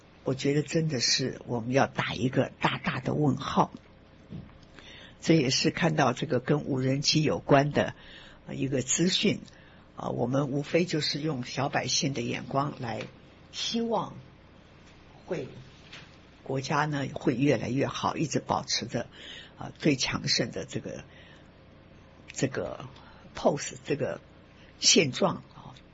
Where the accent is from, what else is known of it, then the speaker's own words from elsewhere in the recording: Taiwan; 因为我来自台湾，我们知道台湾非常有名的裕隆汽车，在我年轻的时候或更小时候，裕隆汽车就有了